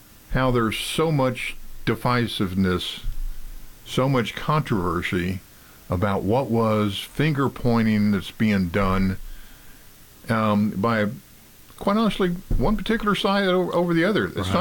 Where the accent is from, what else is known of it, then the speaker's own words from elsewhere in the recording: Texas, United States; I don't know about the South, because everybody says, oh, Texas, you're all part of the South. No, we're not. We're Texas.